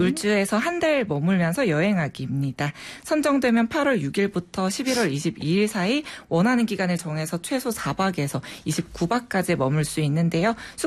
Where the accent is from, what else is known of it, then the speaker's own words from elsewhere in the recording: Ulsan, South Korea; moved away; 저는 원래 고향이 울산이었고요.